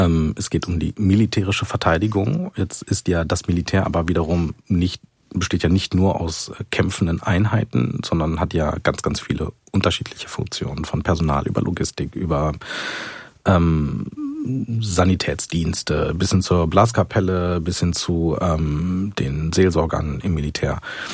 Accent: West Germany, Germany; als Westdeutsche, die sehr lange in Frieden, Freiheit und Wohlstand gelebt haben.

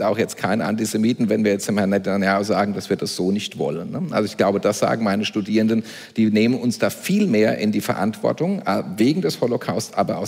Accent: Germany; wer sind wir Deutschen

